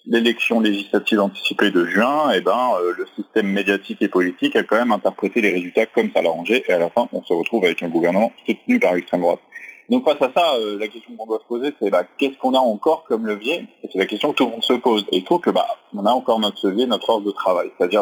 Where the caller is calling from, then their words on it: Saintes, Nouvelle-Aquitaine, France; Et non, je suis chez moi, à Saintes, en Charente-Maritime.